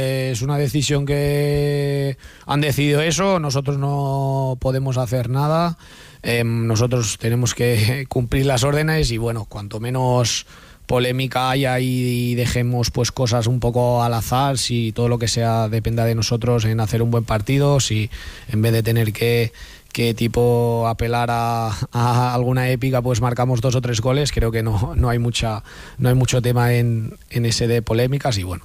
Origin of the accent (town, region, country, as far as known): Alella, Catalonia, Spain; born there